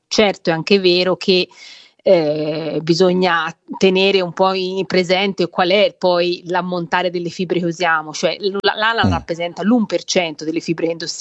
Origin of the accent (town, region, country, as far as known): Prato, Tuscany, Italy